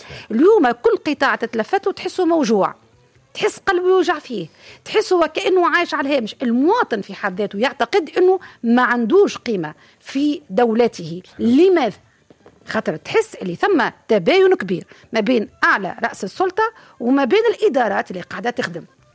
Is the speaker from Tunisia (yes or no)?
yes; Tunisia; وانا كمواطن تونسي دافع للاداءات، مواطن تونسي ابسط حقوقي بالدستور الصحه والتعليم